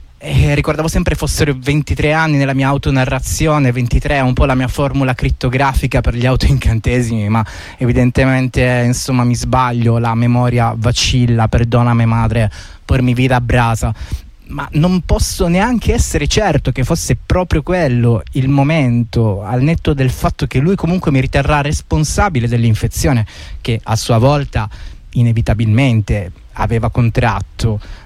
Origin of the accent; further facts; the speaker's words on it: Basilicata, Italy; now in Bologna, Italy; Prendevo un treno da Bologna verso la mia terra primigena, la Basilicata